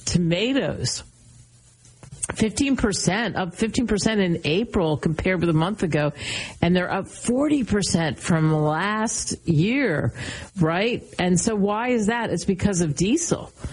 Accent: California, United States; born or raised there

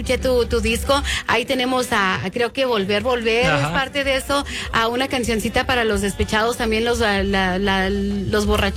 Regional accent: Taos, New Mexico, United States; Yo crecí en Nuevo México, en Taos, y yo tenía mis agrupaciones locales de siempre.

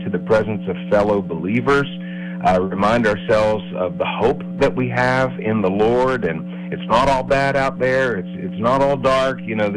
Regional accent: West Virginia, United States; rainy, foggy morning up here near Deep Creek Lake, Maryland, but I'm looking forward to being back in my home state of West Virginia this weekend

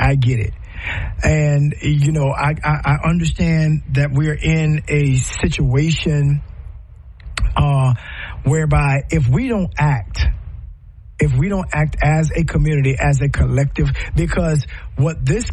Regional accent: United States; And we are American.

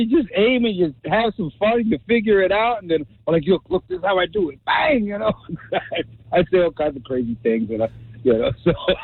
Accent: New Jersey, United States; born there; also born or lived in Newark, New Jersey / Seaside Heights, New Jersey; now in New Brunswick, United States; I was born in Newark. I lived a great majority of my life down the shore. Lived in Seaside 3 times.

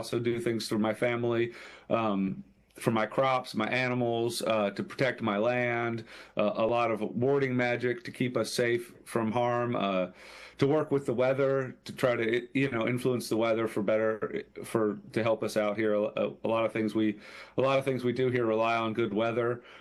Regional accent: Pennsylvania, United States; now in Kentucky, United States; No, I'm originally from Pennsylvania.

